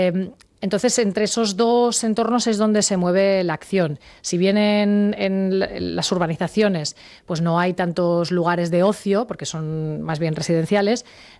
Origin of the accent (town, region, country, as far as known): Sant Feliu de Llobregat, Catalonia, Spain